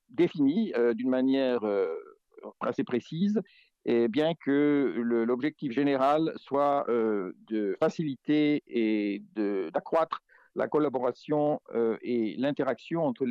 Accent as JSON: {"language": "French", "country": "France", "lives_now": "India", "said": "Je suis français, mais j'ai vécu dans de nombreux pays et surtout en Inde. Je suis basé en Inde depuis plus de 20 ans"}